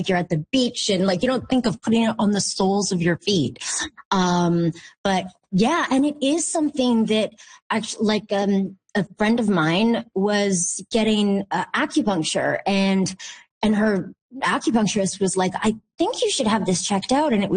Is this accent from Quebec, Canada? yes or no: yes; Montreal, Quebec, Canada; Montreal, which is my hometown.